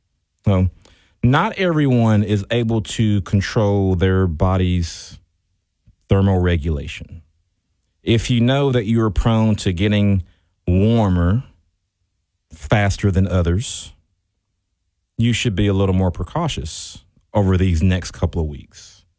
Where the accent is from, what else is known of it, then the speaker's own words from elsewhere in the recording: Texas, United States; summertime heat is just a part of being a Texan